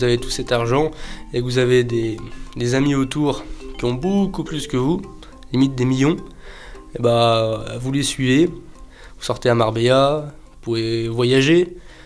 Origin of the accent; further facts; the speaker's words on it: France; now in Gibraltar; Ça me dérange pas encore pour le moment de payer des impôts en France, parce que je suis français, c'est normal.